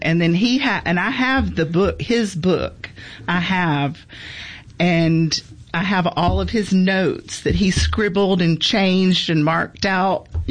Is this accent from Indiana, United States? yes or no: no; Jackson, Mississippi, United States; also born or lived in Oxford, Mississippi; And then came down to Jackson and was here until my freshman year at Ole Miss.